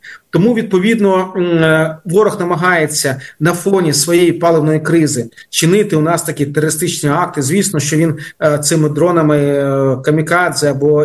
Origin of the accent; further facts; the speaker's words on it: Kupiansk, Kharkiv Oblast, Ukraine; Минулої доби в моєму рідному Куп'янську ворог знищив там батьківську хату